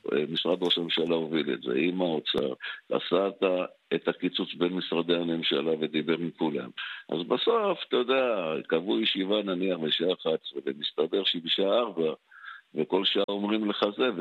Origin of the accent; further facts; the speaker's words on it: Jerusalem, Jerusalem District, Israel; אני זוכר את התקופה, אני ירושלמי שהתפוצצו פה אוטובוסים